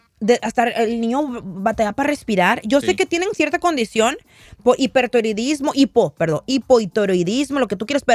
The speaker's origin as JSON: {"language": "Spanish", "country": "Mexico", "said": "tú y yo somos mexicanos, güey. Estamos acostumbrados a pan."}